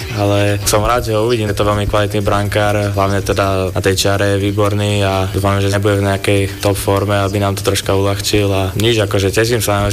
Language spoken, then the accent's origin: Slovak; Bratislava, Bratislava Region, Slovakia; now in Stuttgart, Germany; Vlastne ja pochádzam z Bratislavy, žil som tu od malička do nejakých 12 rokov